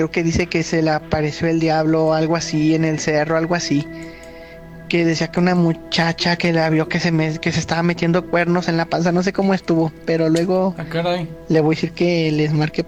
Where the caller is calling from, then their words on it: San Francisco del Rincón, Guanajuato, Mexico; de San Francisco del Rincón, Guanajuato.